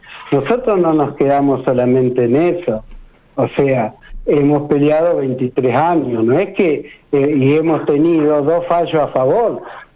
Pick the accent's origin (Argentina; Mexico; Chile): Argentina; Santa Fe; nosotros tenemos derecho a saber la verdad como ciudadano santafesino.